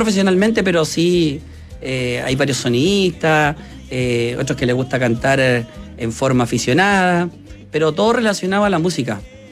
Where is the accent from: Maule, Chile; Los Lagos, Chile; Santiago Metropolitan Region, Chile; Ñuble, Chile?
Santiago Metropolitan Region, Chile; Quinta Normal; born or raised there; now in Lampa, Chile